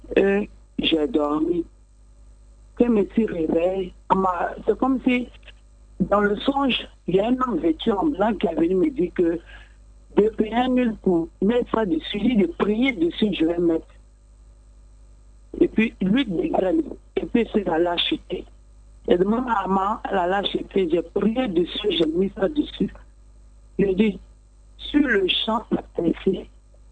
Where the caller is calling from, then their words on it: Bingerville, Abidjan, Côte d’Ivoire; J'appelle de Benjerville